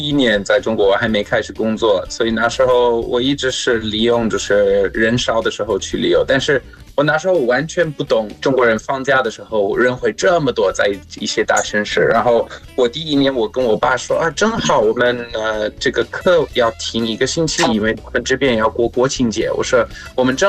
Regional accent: South Africa; Chinese is a second language; 大家好，我是来自南非的

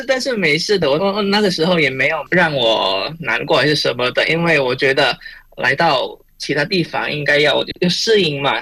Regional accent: Indonesia; first language Indonesian; Chinese is a second language; now in Beijing, China; 因为在坤甸的话呢，虽然我们是学中文，但是我们还时不时用那个母语交流，印尼语啊，对吧？

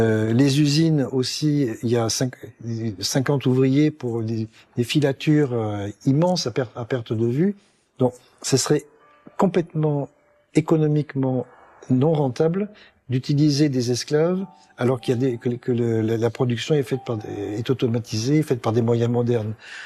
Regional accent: France; je suis français et que j'habite en France.

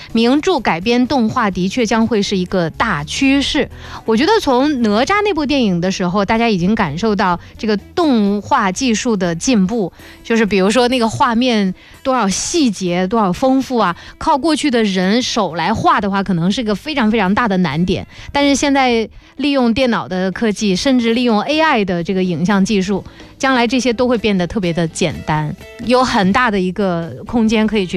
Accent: China; 这些我们中国人认同的价值观

